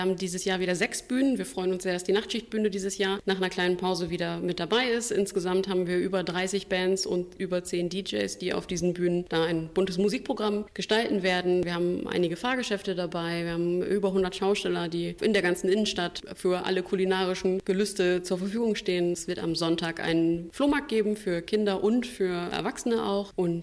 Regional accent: Jever, Lower Saxony, Germany; ich bin ja gebürtige Jeferanerin

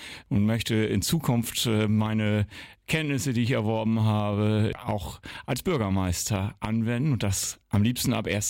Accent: Wittmund, Lower Saxony, Germany; gebürtiger Wittmunder, bin viele Jahre ehrenamtlich in der Stadt Wittmund aktiv

